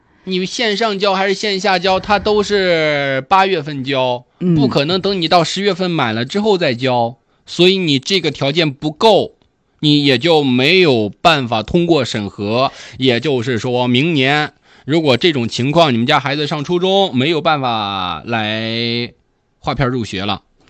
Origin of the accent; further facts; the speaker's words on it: Hainan, China; 但是我们海南话里边就俩字儿